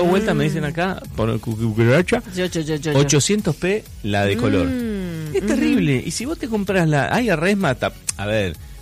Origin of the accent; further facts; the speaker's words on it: Argentina; como argentino que soy